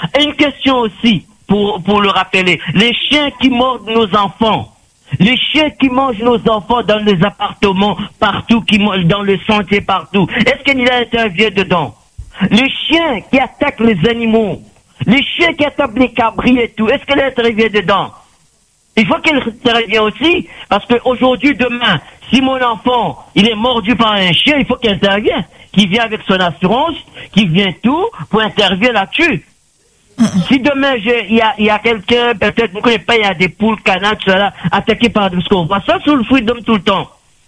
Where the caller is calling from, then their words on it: Comoros; moi je suis comorien